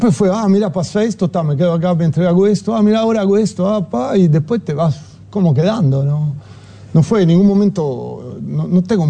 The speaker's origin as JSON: {"language": "Spanish", "country": "Italy", "second_language": "Spanish", "said": "Llegas ahí y decís, ¿qué sos? Soy italiano, soy barman italiano. ¡Oh, buenísimo! Con el acento."}